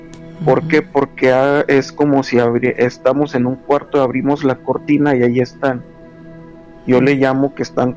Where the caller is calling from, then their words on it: Ciudad Juárez, Chihuahua, Mexico; Desde Ciudad Juárez